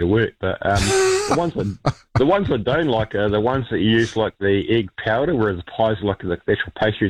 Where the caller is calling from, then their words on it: Hamilton, Waikato, New Zealand; I'm from Hamilton as well.